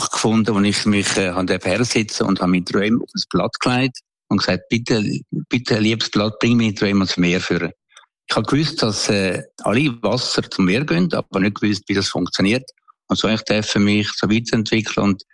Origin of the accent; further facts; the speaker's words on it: Switzerland; Ich bin aufgewachsen in Oegstem Albis, in ärmlichen Verhältnissen. Wir haben einen Bauernhof gehabt